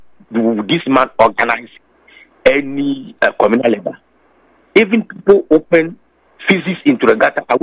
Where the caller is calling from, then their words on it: Adenta, Greater Accra, Ghana; I'm calling from Adenta.